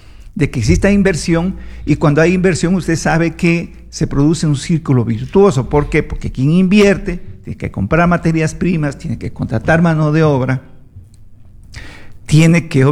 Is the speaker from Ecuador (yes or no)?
yes; Ecuador